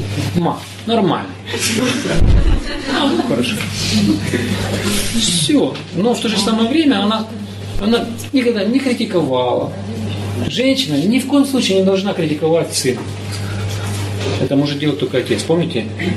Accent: Chechnya, Russia; До сих пор у цыгане и вот на Востоке, в Чечне в частности, там, откуда я родом, там до сих пор этот принцип учитывается

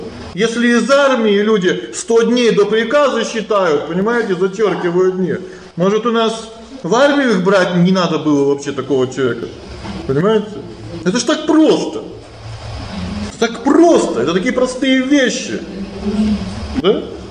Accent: Khabarovsk, Khabarovsk Krai, Russia; born there; Я родился в Хабаровске, где я сейчас живу непонятно.

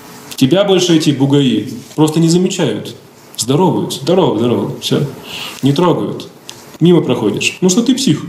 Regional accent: Komsomolsk-on-Amur, Khabarovsk Krai, Russia; Я вырос в Комсомольске-на-Амуре.

